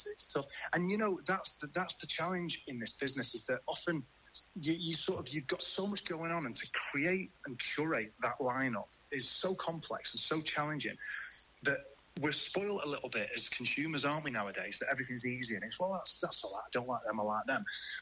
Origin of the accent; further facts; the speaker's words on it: Manchester, North West England, United Kingdom; To be honest, the fact it's in Manchester is just amazing, but it's my hometown and it's where I want to be at Christmas.